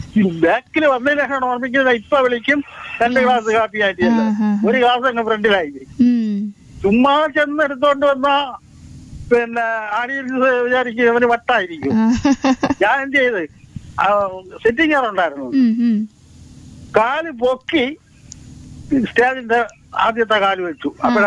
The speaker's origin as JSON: {"language": "Malayalam", "town": "Ambalathinkala", "region": "Kerala", "country": "India", "said": "സ്ഥലം അമ്പലത്തിങ്കാലയാണ്."}